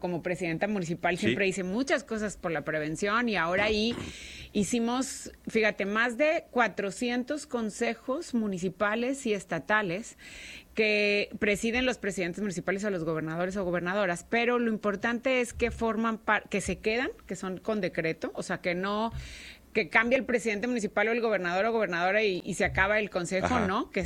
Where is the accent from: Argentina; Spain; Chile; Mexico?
Mexico; Monterrey, Nuevo León; nos levantamos, nos sacudimos, como los regios, uh-huh, además, porque nos levantamos, nos sacudimos y vamos adelante, aprendemos, porque tenemos que aprender, y vamos adelante. Y entonces, pues esas dos razones son muy importantes en la vida. Yo quiero a mi tierra, quiero el calorcito